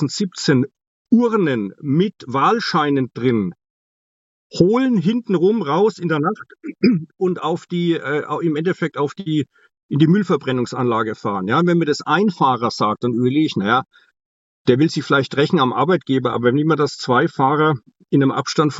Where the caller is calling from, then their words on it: Bavaria, Germany; Ich komme aus Bayern.